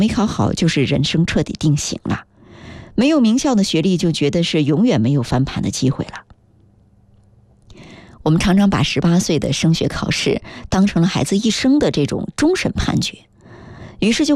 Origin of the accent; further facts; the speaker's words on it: China; 我们中国人